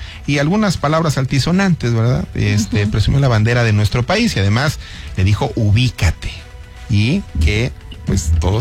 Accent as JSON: {"language": "Spanish", "country": "Mexico", "said": "ya sabes cómo somos los mexicanos."}